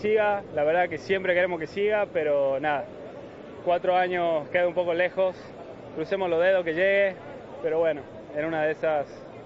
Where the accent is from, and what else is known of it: Tucumán, Argentina; now in United States